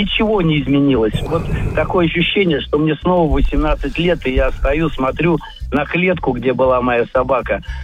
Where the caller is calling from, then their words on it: Moscow, Russia; Я звоню из Москвы.